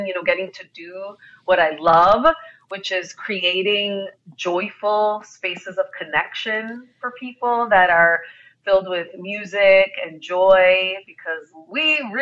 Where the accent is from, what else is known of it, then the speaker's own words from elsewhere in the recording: Chicago, Illinois, United States; I did. So I was born and raised in Chicago. My parents came here in 65.